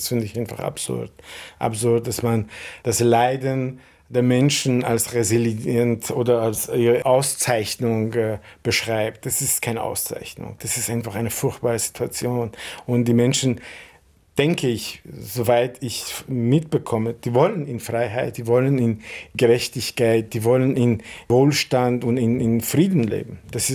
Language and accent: German; Vienna, Austria; Wien ist meine Heimat und ich fühle mich als Wiener.